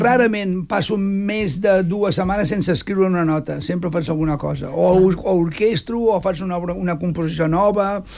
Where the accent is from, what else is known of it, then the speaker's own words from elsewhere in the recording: Catalonia, Spain; Però això és un deure moral com a català.